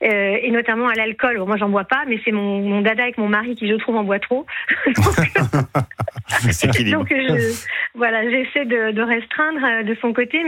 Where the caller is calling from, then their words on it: Meylan, Auvergne-Rhône-Alpes, France; moi j'habite à Meylan. Donc on a encore la canicule, mais on a de la chance, on habite un peu en hauteur.